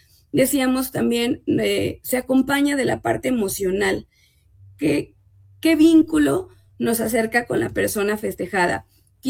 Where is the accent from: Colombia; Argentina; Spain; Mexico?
Mexico; Como buenos mexicanos y mexicanas